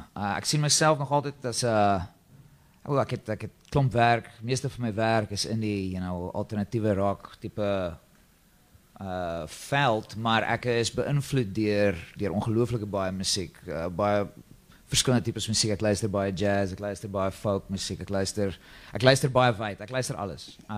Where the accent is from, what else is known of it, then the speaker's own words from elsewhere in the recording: Bloemfontein, Free State, South Africa; moved away as an adult; now in Cape Town, South Africa; ek het groot geword in Bloemfontein en ek bedoel, ek het daar begin speel. Ek het direk uit na skool, ek was al 'n lang tyd in die Kaap en ek bly in die stad self.